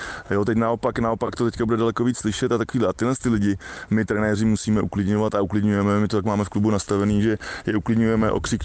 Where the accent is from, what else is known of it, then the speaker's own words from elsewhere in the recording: Děčín, Ústí nad Labem Region, Czechia; a u nás v Děčíně kor, jakoby, my to máme prostě rádi, to my to máme v krvi, my tady na severu to máme trošku složitější